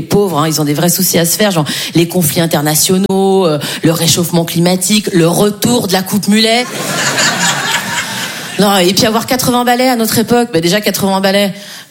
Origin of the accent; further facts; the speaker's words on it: Switzerland; pour moi, c'est un effort énorme de dire 90 parce que je suis suisse.